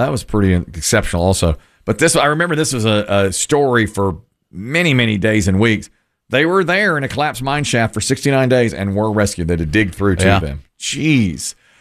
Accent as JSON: {"language": "English", "town": "Asheboro", "region": "North Carolina", "country": "United States", "tie": "born or raised there", "said": "I grew up in Ashboro"}